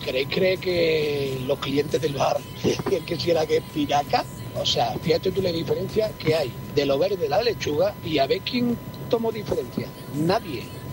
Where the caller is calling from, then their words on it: Lobón, Extremadura, Spain; llamo desde Badajoz, desde un pueblito que se llama Lobón.